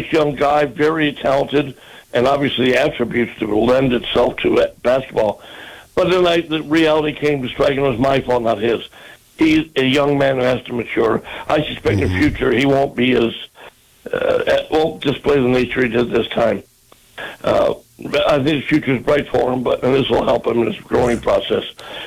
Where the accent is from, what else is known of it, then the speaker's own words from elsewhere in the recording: Detroit, Michigan, United States; Really, I grew up in Detroit playing hockey